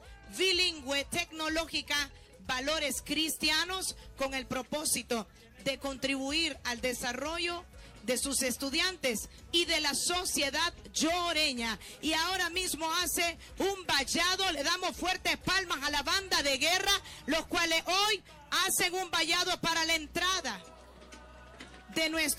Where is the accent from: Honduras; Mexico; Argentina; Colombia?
Honduras; podemos decir que orgullosamente somos hondureños.